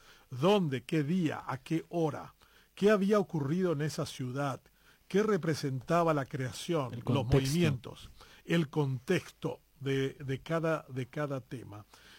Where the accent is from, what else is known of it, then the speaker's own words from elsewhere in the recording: Paraguay; de los grandes desafíos siempre que nos permite la música para pensar nuestra propia identidad como paraguayos y como parte del género humano.